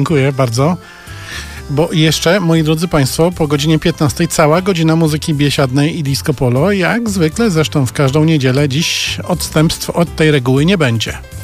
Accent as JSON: {"language": "Polish", "town": "Żuromin", "region": "Masovian Voivodeship", "country": "Poland", "tie": "born or raised there", "moved": "yes", "said": "To moje rodzinne miasto, z którego jestem bardzo dumny i zawsze to podkreślam. I jak to mówi moja żona … z Żuromina wyszedł, ale Żuromin"}